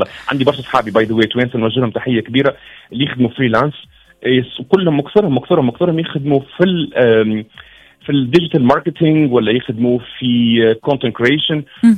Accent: Tunisia; تشجيعا لما بلادي تونس العزيزه الغاليه شنو عندها من حاجات

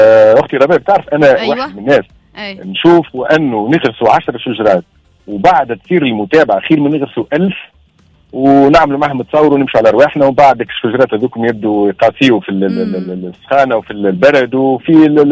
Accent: Tunisia; عندنا في تونس

